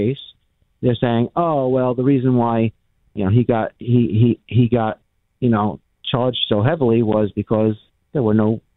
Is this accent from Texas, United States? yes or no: no; New York, United States; but I come from New York.